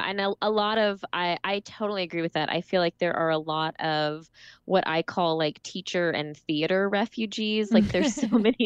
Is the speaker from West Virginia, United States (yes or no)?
no; Las Vegas, Nevada, United States; moved away as an adult; also born or lived in South Carolina / Massachusetts; I grew up in Las Vegas.